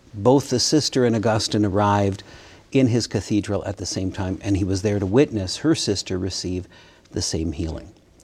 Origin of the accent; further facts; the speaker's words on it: Kitchener, Ontario, Canada; born there; I was born in Kitchener, Ontario. Kitchener is a city just south of Toronto in Canada.